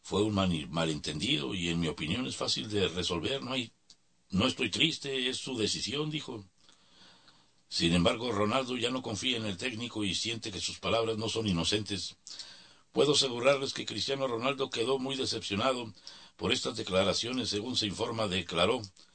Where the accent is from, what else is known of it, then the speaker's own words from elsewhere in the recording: Mexico; así somos los mexicanos.